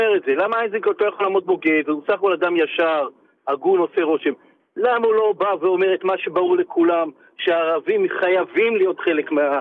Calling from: Tel Aviv, Tel Aviv District, Israel; אני מהמרכז, מתל אביב.

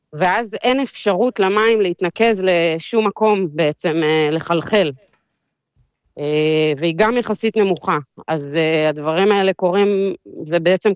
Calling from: Bangkok, Thailand; אנחנו גרים באיזושהי שכונה שהיא מחוץ, קצת במרחק של איזה 40 דקות נסיעה ממרכז העיר.

